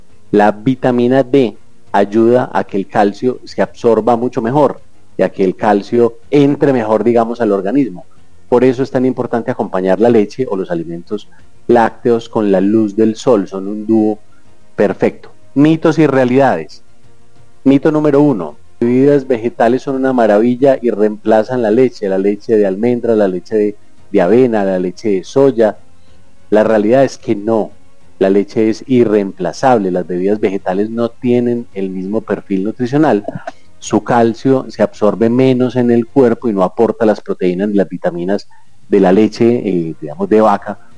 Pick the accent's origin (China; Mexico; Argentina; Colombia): Colombia; en Colombia tomamos en promedio 153 litros de leche cada año